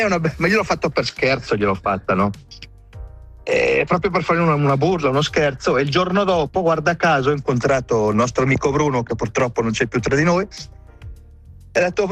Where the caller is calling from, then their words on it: Le Prese, Graubünden, Switzerland; io sono di Le Prese